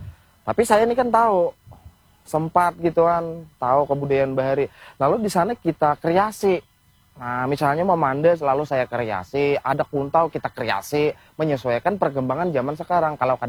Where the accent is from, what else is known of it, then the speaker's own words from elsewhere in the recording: South Kalimantan, Indonesia; Untuk kita di Kalimantan Selatan, terutama khususnya di Desa Berikin, Kabupaten Hulu Sungai Tengah, Kecamatan Haruyan, untuk membuat alat musik tradisional itu jarang orang bisa, karena tergantung dari keturunannya.